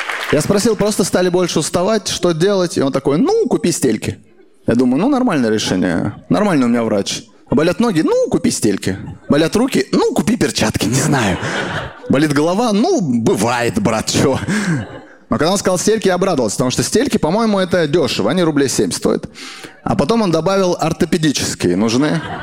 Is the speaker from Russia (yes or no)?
no; Kazakhstan; Я такой, я казах вообще.